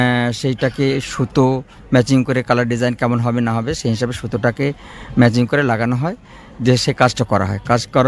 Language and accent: Bangla; West Bengal, India; born there; হুগলি বাবনান থেকে আসি, ধনেখালি ব্লক।